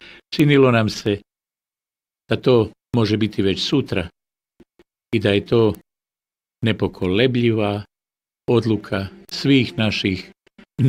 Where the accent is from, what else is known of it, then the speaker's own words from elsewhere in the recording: Mostar, Federation of Bosnia and Herzegovina, Bosnia & Herzegovina; Odrastao sam kasnije u Brankovcu, na Mazoljicama, mostarskim rubnim mahalama